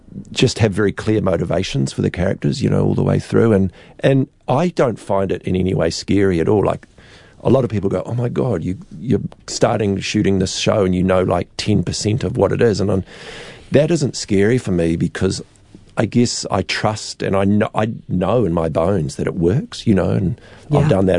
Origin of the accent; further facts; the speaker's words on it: Dunedin, Otago, New Zealand; I'm from Dunedin. Heaven forbid, I'm not from Christchurch.